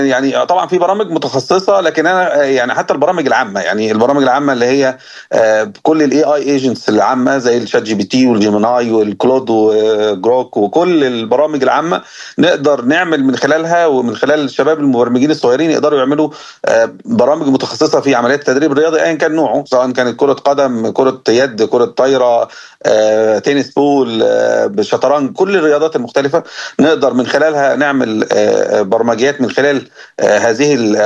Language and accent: Arabic; Egypt; احنا عندنا في مصر